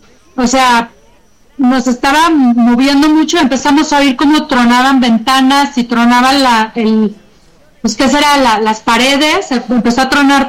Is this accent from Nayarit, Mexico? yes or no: no; Mexico City, Mexico; Yo soy de la Ciudad de México, de la Condesa, o sea, sé lo que son los terremotos.